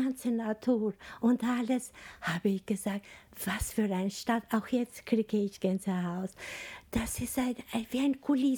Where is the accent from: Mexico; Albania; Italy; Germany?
Albania; German is a second language; moved away as an adult; now in Salzburg, Austria; woher kommst du aus Albanien? Aus Albanien